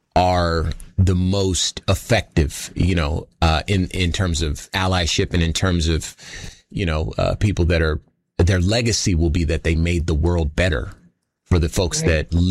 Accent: Compton, California, United States; I've lived a life that I, you know, I'm from Compton.

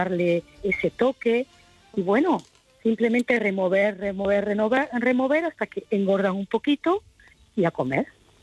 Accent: Granada, Andalusia, Spain; Bueno, yo soy de Granada

